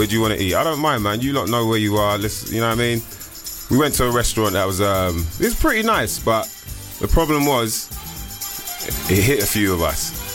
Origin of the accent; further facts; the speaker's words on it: France; accent: French; English is a second language; I pick up on my French accent, but they still don't understand me.